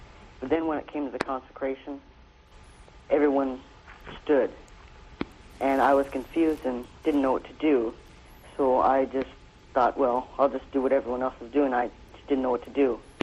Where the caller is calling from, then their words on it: Spokane, Washington, United States; Spokane, Washington.